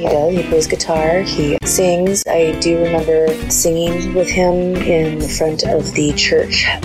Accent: Arcata, California, United States; I grew up in Arcata in Humboldt County

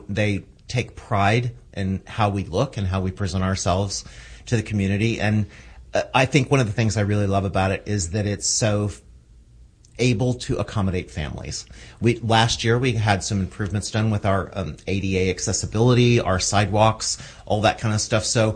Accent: Kansas City, Kansas, United States; And I grew up in Kansas City, Kansas.

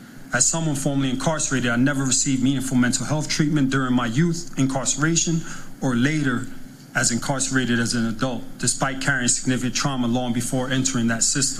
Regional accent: New York City, New York, United States; also born or lived in Santurce, Puerto Rico; I was born in Santurce, Puerto Rico, but prior to my third birthday, my parents migrated to New York City.

